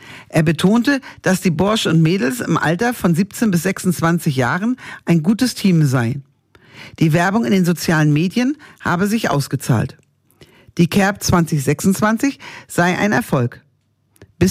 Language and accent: German; Northern Germany, Germany; moved away; für mich als Norddeutsche